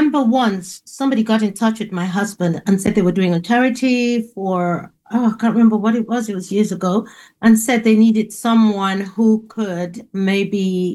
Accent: Asaba, Delta, Nigeria; born there; Okay, well, I was born in a place called Asaba

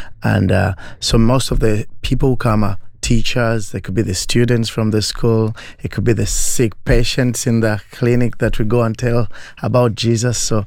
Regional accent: Uganda; I'm from Uganda. I'm a pastor serving in a very local church in a small village called Busika, in a village called Chibanga.

